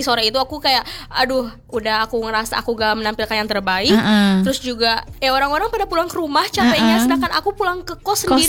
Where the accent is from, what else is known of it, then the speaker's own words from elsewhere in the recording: Sukabumi, West Java, Indonesia; now in Bandung, Indonesia; Aku dari Sukabumi.